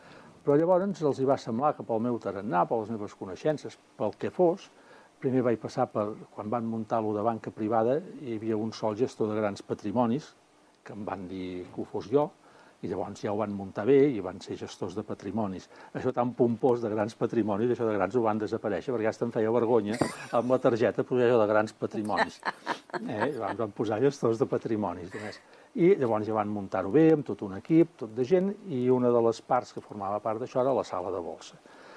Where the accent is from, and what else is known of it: Manresa, Catalonia, Spain; born there